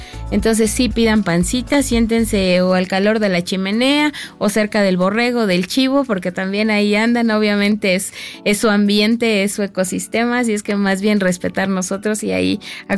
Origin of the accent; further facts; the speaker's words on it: Huitzilac, Morelos, Mexico; mi pueblo maravilloso también, que es Huitzilac